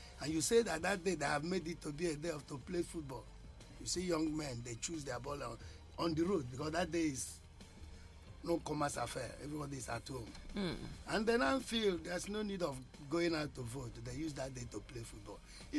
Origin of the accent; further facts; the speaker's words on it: Enugu, Enugu State, Nigeria; I'm from Enugu here, and I'm from Southeast, I'm an Igbo man